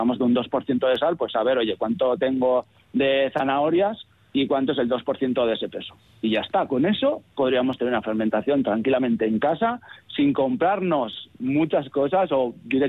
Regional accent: Pamplona, Navarre, Spain; yo que soy de Pamplona

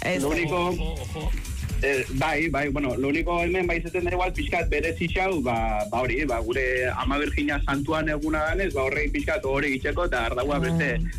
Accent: Basque Country, Spain; Donostiarren dako bebai, ba, bueno, Gipuzkoa gara, bale?

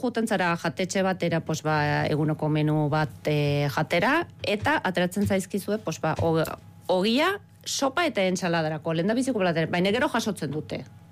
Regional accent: Switzerland; Basque is a second language; Nire jaioterri da, pos, landa ere muen poskokatuta herri txiki bat. Nik bizi nintzen, pos, ba, zer gaunden, postegun biztanle edo.

